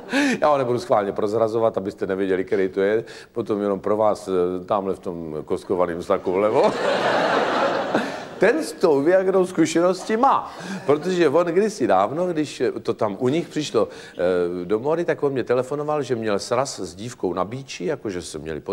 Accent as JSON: {"language": "Czech", "town": "Třebíč", "region": "Vysočina Region", "country": "Czechia", "tie": "born there", "said": "Například v mém rodném městě, v Třebíči, tam se stal trapas"}